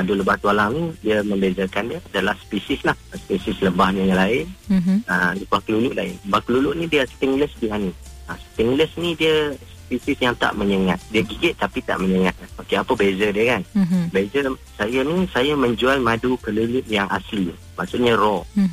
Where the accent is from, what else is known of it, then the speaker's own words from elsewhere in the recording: Kampung Sedim, Kedah, Malaysia; dekat Kedah, dekat kampung halaman saya, iaitu di Kampung Sedim, Pulim Kedah